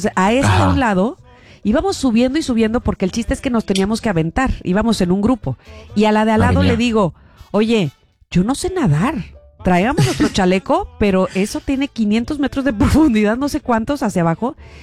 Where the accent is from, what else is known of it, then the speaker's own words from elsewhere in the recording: Veracruz, Mexico; Yo soy jarocha y no sé nadar.